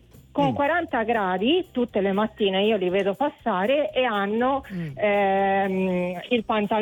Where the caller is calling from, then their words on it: Tuscany, Italy; Dalla provincia di Pisa.